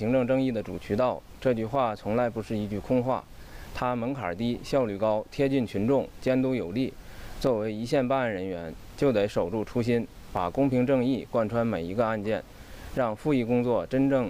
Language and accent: Chinese; Changli, Hebei, China; 爱我昌黎不光因为这是我的家乡